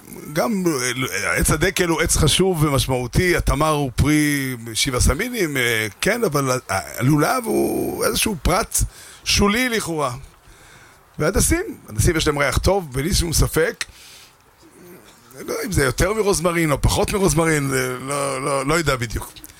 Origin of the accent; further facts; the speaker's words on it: Safed, Northern District, Israel; גדלתי בצפת